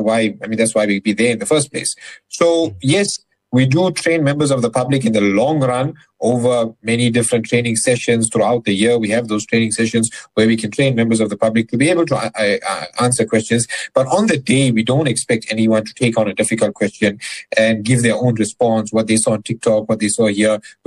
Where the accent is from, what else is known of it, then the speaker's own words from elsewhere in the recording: Durban, KwaZulu-Natal, South Africa; so that's in Johannesburg, and I'm from Durban, but I'll be flying up on Saturday morning just for this.